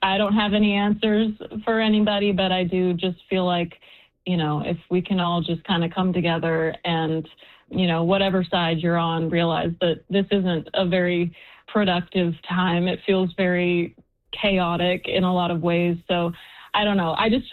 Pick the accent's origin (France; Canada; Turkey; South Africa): Canada; now in Nashville, United States; there's so many Canadians in Nashville. We all kind of have our community